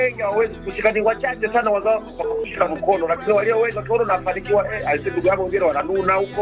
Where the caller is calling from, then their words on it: Tanzania; Toka Nyabula